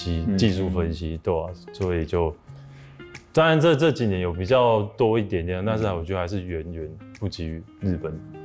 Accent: Taiwan; moved away as an adult; also born or lived in Japan

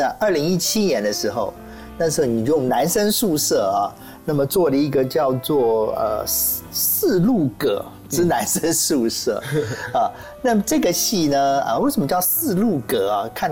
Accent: Taiwan; 对我们台湾人来讲的话

